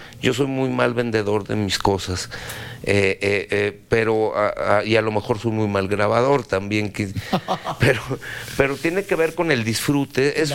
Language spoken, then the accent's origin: Spanish; Mexico; todos somos mexicanos